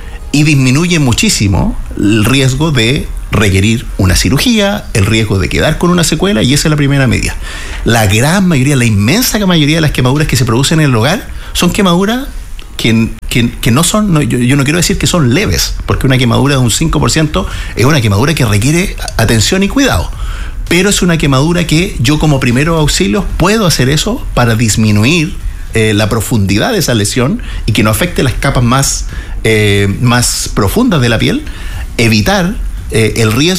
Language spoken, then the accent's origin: Spanish; Hualañé, Maule, Chile; muy orgullosamente soy de Gualañé, así que voy a ocupar un ejemplo de mi tierra.